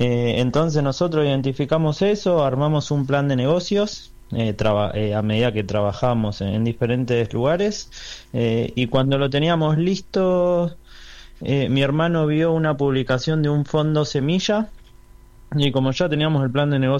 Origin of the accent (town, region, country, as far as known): Tandil, Buenos Aires Province, Argentina; now in Buenos Aires, Argentina